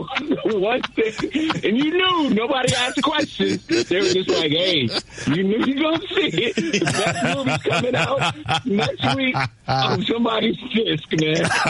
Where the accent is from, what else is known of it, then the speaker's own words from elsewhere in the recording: Bridgeport, Connecticut, United States; I grew up in Bridgeport, Connecticut, man.